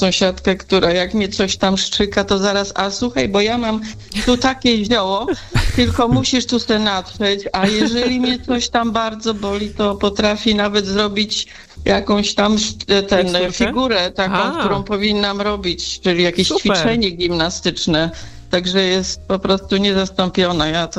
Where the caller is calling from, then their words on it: Nowa Sól, Lubusz Voivodeship, Poland; bo ja, my z Nowej Stoli